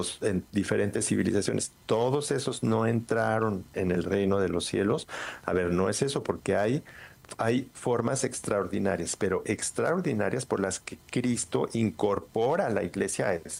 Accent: Mexico; Porque ella escogió esa casa y porque yo soy mexicano.

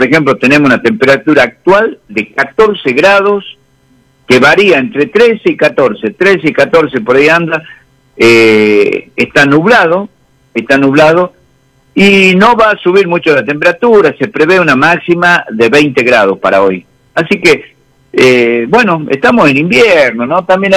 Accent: Argentina; now in General Güemes, Argentina; Como verdaderamente argentino que somos

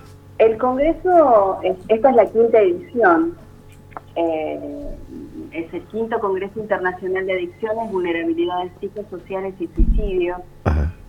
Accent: Argentina; soy argentina

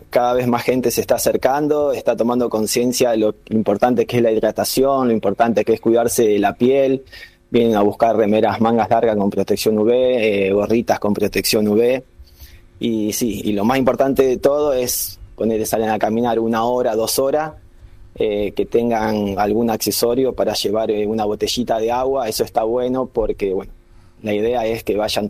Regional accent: Piamonte, Santa Fe, Argentina; si bien somos de pueblo cerquita, de Las Rosas, yo soy de Piamonte

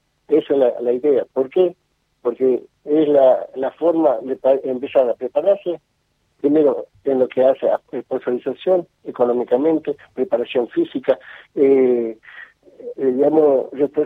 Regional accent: General Güemes, Salta, Argentina; yo como soy de Güemes

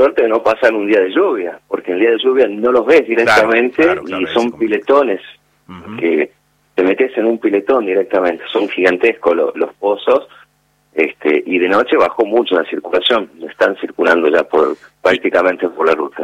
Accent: Metán, Salta, Argentina; somos de Metán, no pagamos.

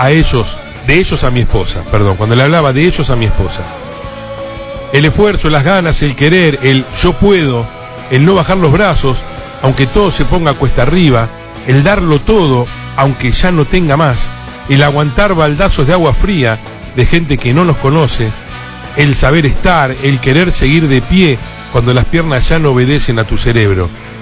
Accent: Argentina

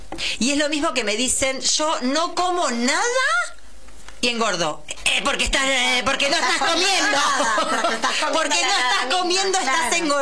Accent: Argentina; por el acento, pero viva Argentina, somos de Argentina, sí, claramente.

